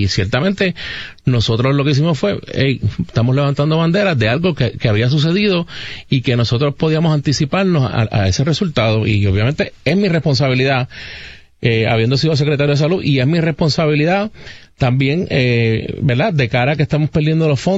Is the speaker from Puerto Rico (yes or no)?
yes; Puerto Rico; Como exsecretario, como funcionario, como puertorriqueño.